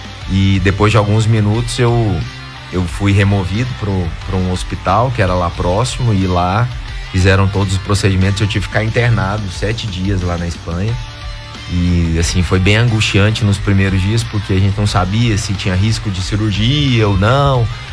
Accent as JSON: {"language": "Portuguese", "country": "Brazil", "said": "nós brasileiros temos essa característica de acolhimento, de empatia"}